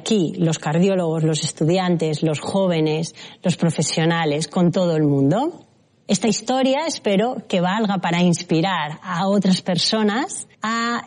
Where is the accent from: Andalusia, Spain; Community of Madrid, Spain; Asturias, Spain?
Asturias, Spain; Soy asturiana y como buena asturiana